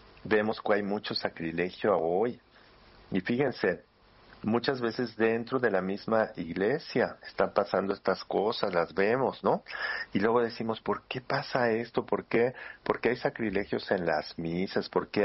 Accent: Mexico; pero acá en América, en muchos países sí que he visto que hay, incluso en mi país, en México, mucha superstición.

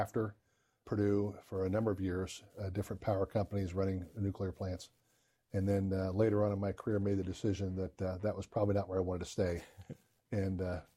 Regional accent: Port-au-Prince, Ouest, Haiti; lot of time in Port-au-Prince, Haiti as a child and growing up all the way through high school. And I was raised in the Episcopal Church in the 70s. And in Haiti, our family were Episcopalians

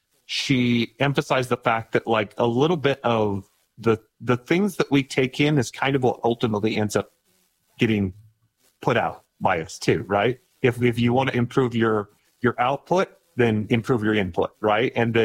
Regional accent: Burley, Idaho, United States; So I grew up in Idaho in a family of 9 kids, very conservative family.

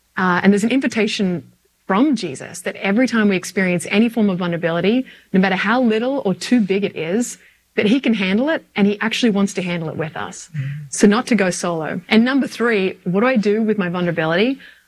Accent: Australia; You know, I grew up in Australia, as you've figured out by now.

